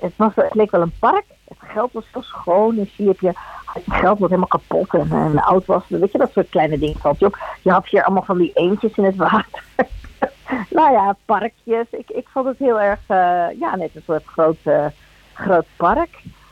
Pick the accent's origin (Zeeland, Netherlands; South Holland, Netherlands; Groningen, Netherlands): South Holland, Netherlands; Gouda; born there; Dutch is a second language; toen kwamen we eigenlijk in Gouda terecht.